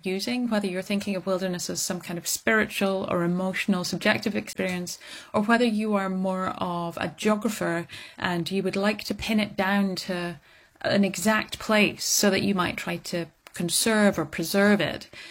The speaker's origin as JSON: {"language": "English", "region": "Scotland", "country": "United Kingdom", "tie": "born or raised there", "said": "I grew up in the Highlands of Scotland, I'd say about a mile outside of a village."}